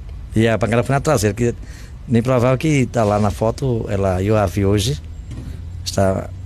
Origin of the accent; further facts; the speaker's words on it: Recife, Pernambuco, Brazil; born there; now in Gravatá, Brazil; Eu sou nascido em Recife, minha família é de lá. Tenho família aqui, parte de mãe. E hoje eu moro alguns anos em Gravatá.